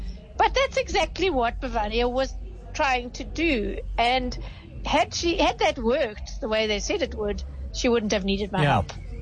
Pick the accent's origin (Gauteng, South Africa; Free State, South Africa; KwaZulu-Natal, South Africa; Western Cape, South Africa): KwaZulu-Natal, South Africa; Westville; stand outside the movie house at the Pavilion Shopping Centre in Westville outside Durban. That's my hometown. I can picture the spot very clearly.